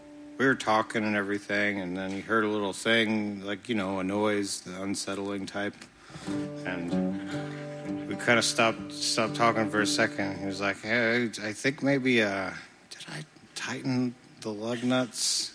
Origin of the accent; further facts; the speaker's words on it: West Virginia, United States; moved away as an adult; now in Nashville, United States; I come from West Virginia though, and I played in a bunch of bands back there over the years and traveled around.